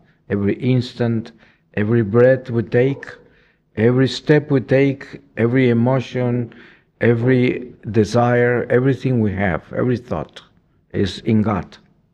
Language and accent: English; Colombia; also born or lived in Hamburg, Germany / Los Angeles, United States; I am a Colombian. I was an actor and a musical composer. I was born in Colombia, but went to school in Hamburg, in Germany.